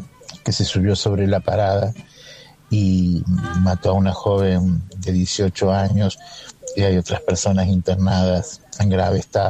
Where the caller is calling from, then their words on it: Mar del Plata, Buenos Aires Province, Argentina; desde el Remis de Mar del Plata.